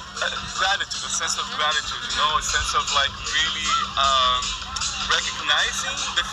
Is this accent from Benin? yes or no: no; Brazil; I grew up really poor in Brazil.